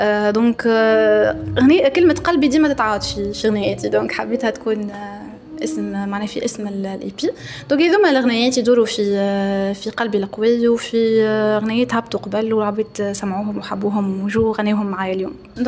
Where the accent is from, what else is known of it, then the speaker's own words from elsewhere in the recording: Tunisia; انا اليوم تونسية الوحيدة في البروغراماسيون